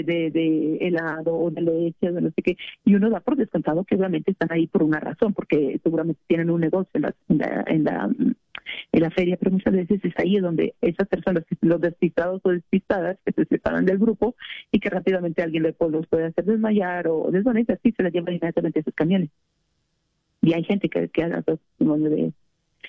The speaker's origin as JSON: {"language": "Spanish", "region": "Chihuahua", "country": "Mexico", "moved": "yes", "said": "Yo, por ejemplo, soy del norte, ahorita vivo aquí, pero soy del norte, soy de Chihuahua."}